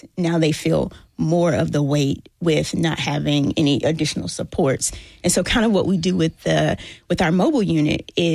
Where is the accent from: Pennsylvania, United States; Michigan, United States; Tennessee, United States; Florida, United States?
Tennessee, United States; Columbia; I'm from Murray County. Y'all mentioned it.